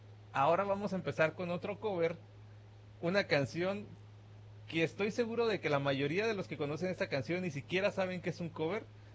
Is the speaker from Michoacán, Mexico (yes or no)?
yes; Apatzingán, Michoacán, Mexico; also born or lived in Lázaro Cárdenas, Michoacán; now in Burley, Idaho, United States; al yo haber crecido en Tierra Caliente, en Apatzingán